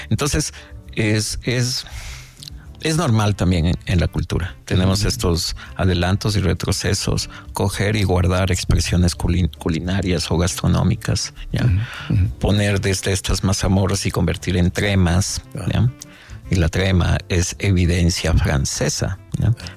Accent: Ecuador

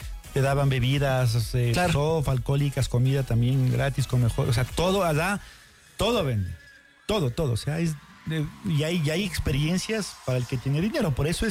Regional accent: Ecuador; como somos los ecuatorianos

